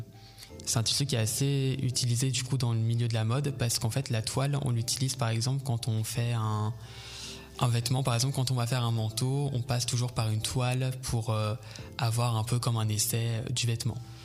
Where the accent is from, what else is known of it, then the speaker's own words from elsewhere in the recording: Troyes, Grand Est, France; Alors, je suis né à l'hôpital de Troyes, et donc j'ai grandi à Troyes toute mon enfance. Et au jour d'aujourd'hui, du coup, j'habite Sainte-Savine, toujours près de Troyes.